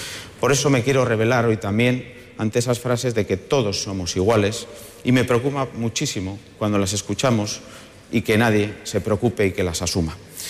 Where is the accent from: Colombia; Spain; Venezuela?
Spain; Basque Country